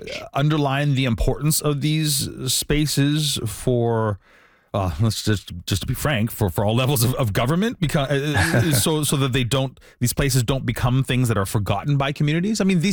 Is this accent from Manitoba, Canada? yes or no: yes; Winnipeg, Manitoba, Canada; And I grew up in Winnipeg, and there was a mall, Portage Place.